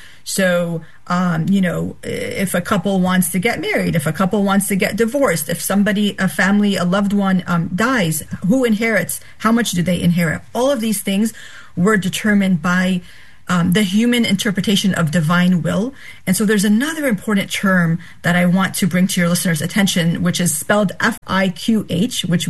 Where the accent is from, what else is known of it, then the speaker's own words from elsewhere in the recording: Panama City, Florida, United States; Growing up in the Bible Belt in the Panhandle, Panama City, Florida